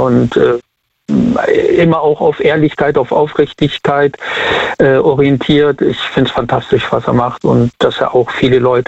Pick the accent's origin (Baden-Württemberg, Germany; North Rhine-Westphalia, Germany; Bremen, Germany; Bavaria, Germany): North Rhine-Westphalia, Germany; Siegburg; Ich komme aus Siegburg.